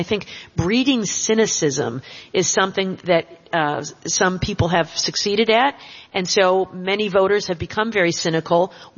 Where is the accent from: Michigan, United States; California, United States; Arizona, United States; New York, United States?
Michigan, United States; I think one of the mistakes of the Watergate era happened because of Gerald Ford from my home state of Michigan.